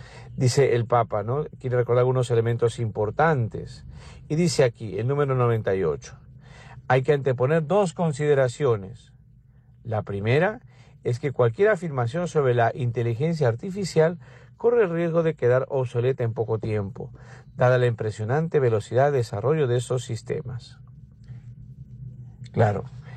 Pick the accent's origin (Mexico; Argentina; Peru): Peru; Y precisamente le pedimos al Bautista el día de hoy en nuestra iglesia, nosotros como peruanos, que nos acerque a Jesús